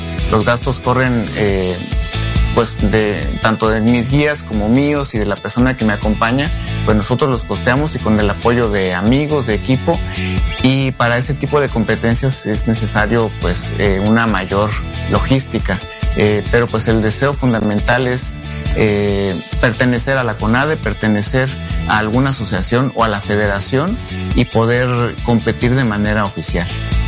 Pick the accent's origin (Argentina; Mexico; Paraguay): Mexico; San Cristóbal de las Casas, Chiapas; soy originario de San Cristóbal de las Casas, Chiapas, y tengo 35 años.